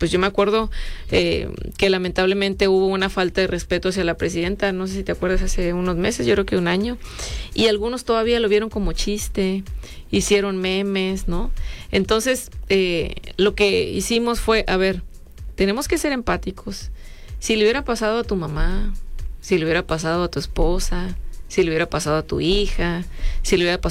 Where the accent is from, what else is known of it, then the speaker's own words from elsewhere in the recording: Mexico; esa característica que tenemos las mexicanas y los mexicanos de ser un pueblo muy solidario